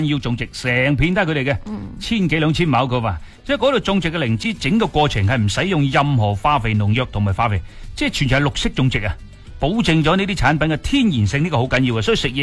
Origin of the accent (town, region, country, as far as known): Guangdong, China